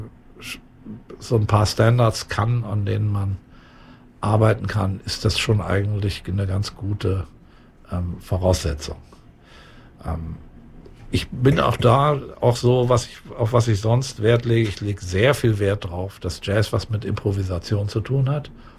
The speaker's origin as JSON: {"language": "German", "town": "Lübeck", "region": "Schleswig-Holstein", "country": "Germany", "moved": "yes", "said": "ich komme ja aus Lübeck, ne? Ich bin so und ich habe mein Leben lang schon Heimweh."}